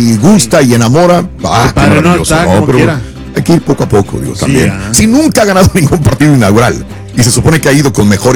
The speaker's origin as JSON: {"language": "Spanish", "town": "Matamoros", "region": "Tamaulipas", "country": "Mexico", "said": "Ah, sí, Samuelito, yo soy de Matamoros, Tamaulipas."}